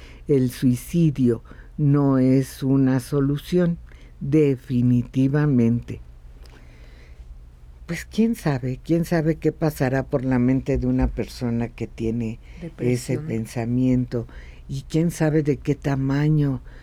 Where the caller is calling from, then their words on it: Naucalpan, State of Mexico, Mexico; de Naucalpan, en el Estado de México.